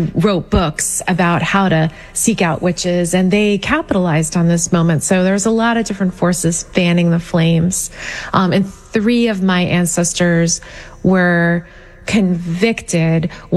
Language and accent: English; Pennsylvania, United States; I was talking with your producer who's from West Virginia and I'm from Pennsylvania.